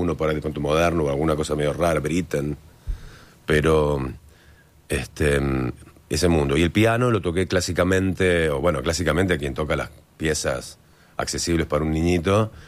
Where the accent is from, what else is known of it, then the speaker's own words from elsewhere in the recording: Martínez, Buenos Aires Province, Argentina; now in Béccar, Argentina; No soy específicamente de San Isidro. San Isidro es un municipio que alberga a mi Martínez natal y a mi Bécar actual.